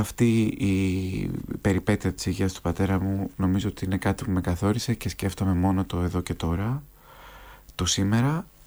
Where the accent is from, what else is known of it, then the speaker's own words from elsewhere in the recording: Greece; also born or lived in Crete / Missolonghi; Είμαι ο μισός από την Κρήτη, ο άλλος μισός είμαι από το Μεσολόγγι